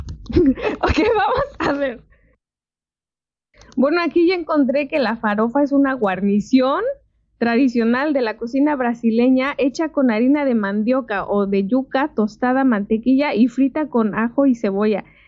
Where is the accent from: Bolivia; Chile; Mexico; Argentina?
Mexico; Oye, y yo que soy mexicana, como siempre con tortilla.